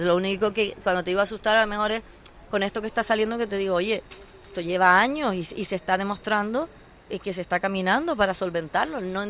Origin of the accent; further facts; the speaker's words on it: Canary Islands, Spain; Somos canarios, somos isleños.